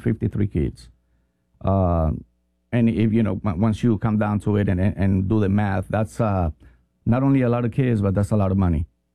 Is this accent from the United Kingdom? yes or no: no; Colombia; now in United States; me coming from a third world country. I'm from Colombia